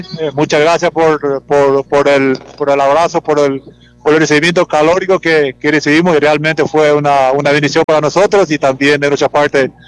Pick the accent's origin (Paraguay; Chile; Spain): Paraguay